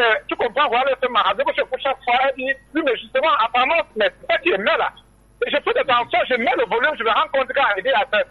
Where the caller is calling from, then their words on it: Douala, Littoral, Cameroon; Je vous appelle depuis Douala, exactement au niveau de Yassa.